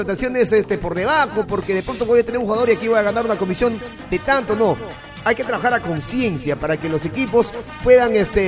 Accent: Peru

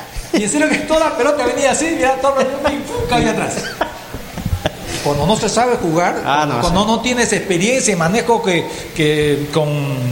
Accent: El Cocuy, Boyacá, Colombia; Yo creo que envidia sana tenemos los que venimos de Cocuy, en donde solamente tenemos campo deportivo, no un escenario, no un estadio como lo que tienen ustedes

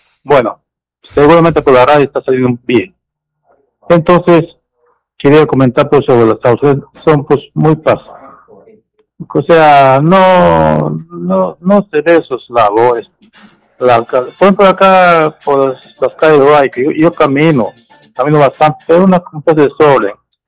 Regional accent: Peru; por supuesto, todos somos peruanos, todos queremos el progreso

